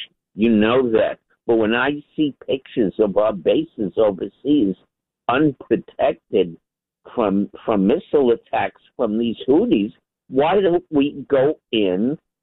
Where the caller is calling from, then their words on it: New York City, New York, United States; It's Upper East Side